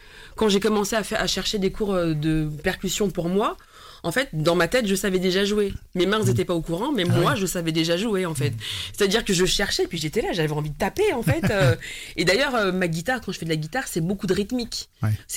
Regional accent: Paris, Île-de-France, France; born there; je suis née à Paris. Je suis née à Paris dans le 15e.

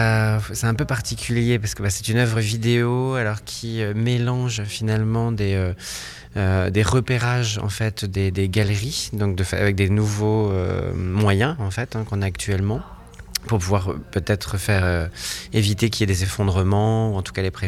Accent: Hauts-de-France, France; Enfin, même si je viens du Nord, j'ai quand même beaucoup de paysages qui sont quand même assez tristes.

